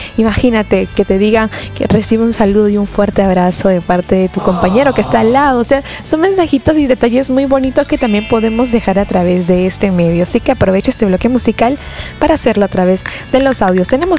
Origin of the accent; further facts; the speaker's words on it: Peru; todo lo que como peruanos también nos interesa, que es nuestro país.